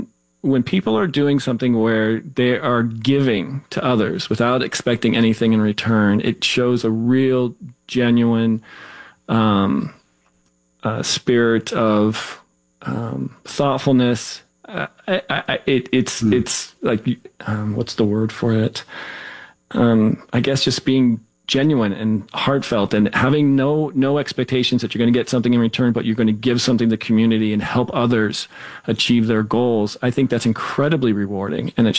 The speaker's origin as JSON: {"language": "English", "town": "Corte Madera", "region": "California", "country": "United States", "tie": "born or raised there", "also_born_or_lived": "Seattle", "said": "I grew up in Corte Madera, just north of the San Francisco area."}